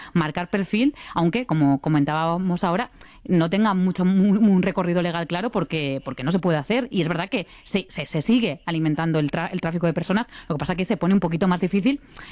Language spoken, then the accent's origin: Spanish; Castellón, Valencian Community, Spain; Yo soy de Castellón